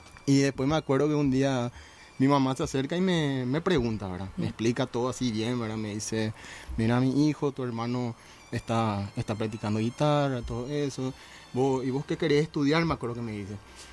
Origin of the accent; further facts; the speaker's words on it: Asunción, Paraguay; born there; Bueno, yo nací en la ciudad de Asunción, el 4 de mayo del año 1997. Nací aquí.